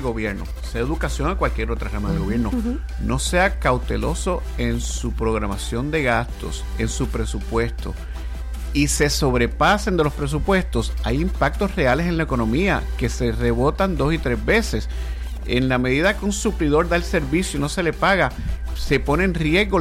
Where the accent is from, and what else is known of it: Puerto Rico